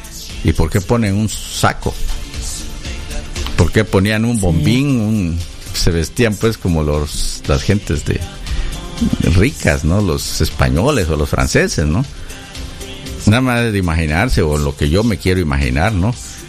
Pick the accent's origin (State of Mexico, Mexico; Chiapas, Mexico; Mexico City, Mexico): Chiapas, Mexico; Tuxtla Gutiérrez; yo soy de Tuxtla, ¿no? Soy de Chiapa.